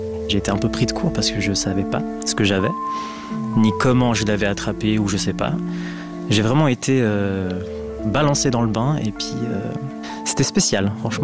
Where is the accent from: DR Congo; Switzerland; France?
Switzerland; chez nous en Suisse